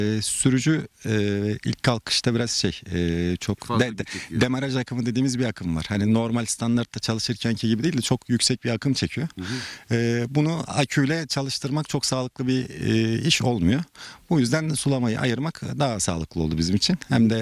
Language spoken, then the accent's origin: Turkish; Mersin, Turkey; Benim kendi memleketim.